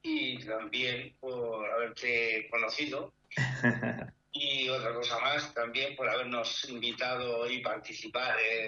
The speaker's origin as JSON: {"language": "Spanish", "town": "Cenizate", "region": "Castilla-La Mancha", "country": "Spain", "tie": "born or raised there", "said": "Mi pueblo pertenece a la provincia de Albacete. Su localización está dentro de lo que es la Manchuela. Estamos lindando con la provincia de Cuenca, con Ledaña"}